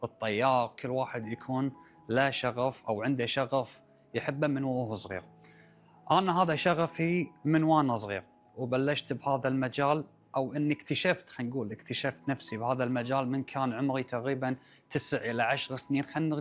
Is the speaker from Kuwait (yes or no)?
yes; Kuwait; born there; من 2012، من صار 2012، أنا بلشت هني أسافر برا الكويت